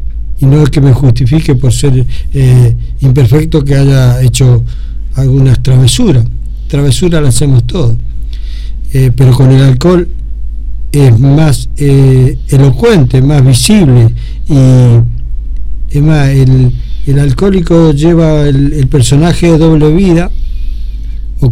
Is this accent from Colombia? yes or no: no; Argentina; ojalá que como buen argentino que tengamos éxito nuevamente